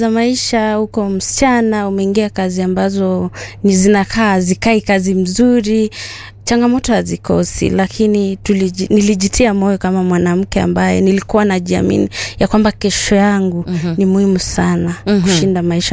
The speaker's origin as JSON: {"language": "Swahili", "region": "Bungoma County", "country": "Kenya", "tie": "born or raised there", "said": "Nimezaliwa Mount Elgon."}